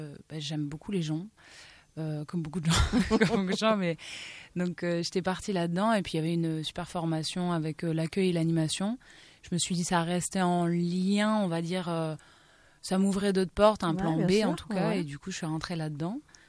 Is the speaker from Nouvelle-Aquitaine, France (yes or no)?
yes; Labenne, Nouvelle-Aquitaine, France; Oui, enfin, j'ai grandi à La Benne et après, très vite, études sur Bayonne, donc dans le secteur.